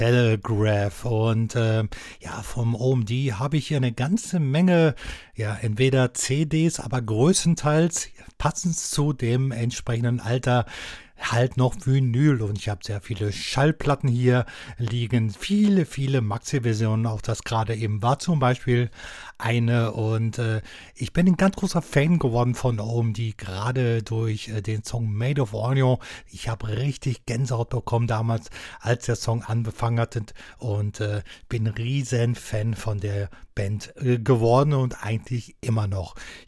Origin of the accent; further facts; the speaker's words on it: West Germany, Germany; ich bin Wessi